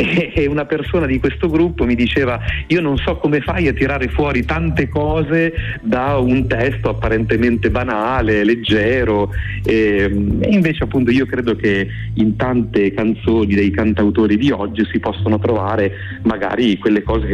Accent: Parma, Emilia-Romagna, Italy; born or raised there

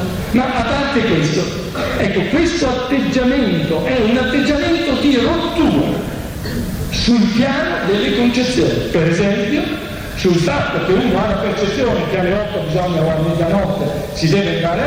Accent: Verona, Veneto, Italy; io sono di Verona, quindi un ambiente piuttosto tradizionale

